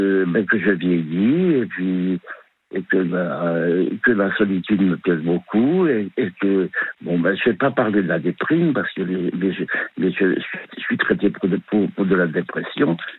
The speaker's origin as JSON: {"language": "French", "region": "Brittany", "country": "France", "said": "Et puis moi, je suis breton, donc je vais t'enterrer en Bretagne."}